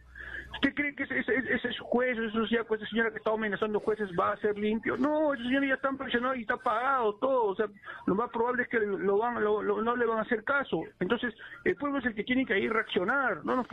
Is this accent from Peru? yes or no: yes; Lima, Peru; yo soy de Lima y siento lo que ellos también sufren